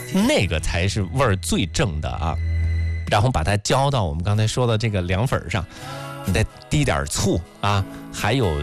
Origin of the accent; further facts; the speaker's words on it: Shijiazhuang, Hebei, China; 我们石家庄这边